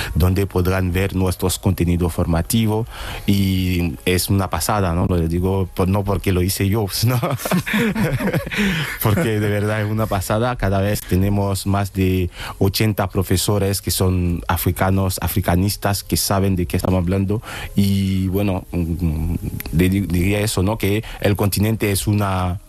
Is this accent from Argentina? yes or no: no; Côte d’Ivoire; Spanish is a second language